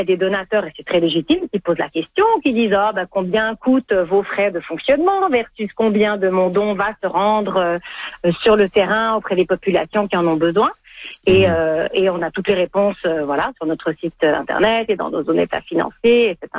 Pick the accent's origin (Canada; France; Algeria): Canada; des sinistres près de chez nous au Canada